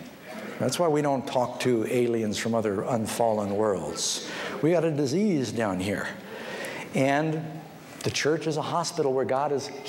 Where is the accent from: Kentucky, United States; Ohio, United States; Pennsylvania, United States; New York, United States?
New York, United States; I get the dumbest questions of people hear that I was from New York.